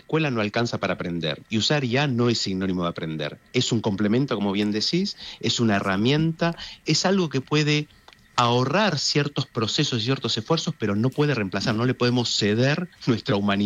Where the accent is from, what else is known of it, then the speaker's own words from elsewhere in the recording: Argentina; votación internacional, o sea, el que quiera porque somos argentinos, o porque conozca el colegio